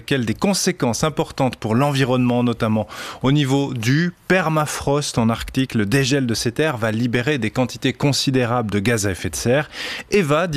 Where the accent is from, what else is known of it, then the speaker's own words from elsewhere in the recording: Switzerland; chez nous en Suisse.